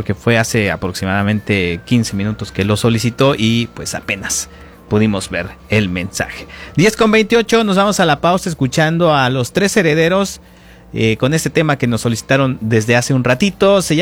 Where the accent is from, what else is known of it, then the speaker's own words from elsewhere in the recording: Oaxaca, Mexico; Como ustedes saben, yo soy oaxaqueño y siempre que hay algún comentario, alguna referencia, pues la verdad me pongo contento de escuchar de mi tierra, Oaxaca.